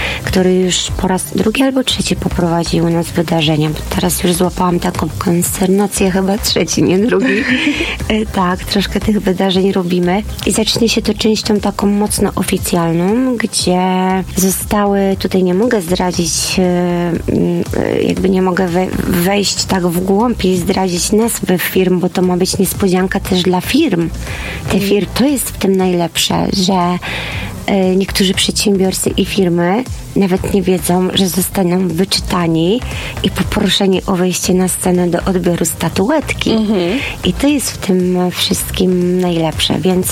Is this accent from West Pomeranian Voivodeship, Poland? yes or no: yes; Szczecin, West Pomeranian Voivodeship, Poland; Ja mieszkam w Szczecinie